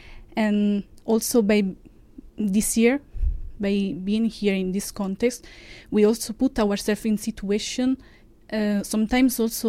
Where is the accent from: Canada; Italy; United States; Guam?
Italy; I'm from Italy. I'm 25 years old.